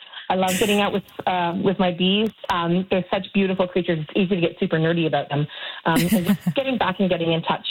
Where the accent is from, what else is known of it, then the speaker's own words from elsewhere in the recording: Calgary, Alberta, Canada; now in Moose Jaw, Canada; I'm not from Saskatchewan myself. I was raised primarily in Calgary, so kind of, you know, a big city environment. And I love living in the country.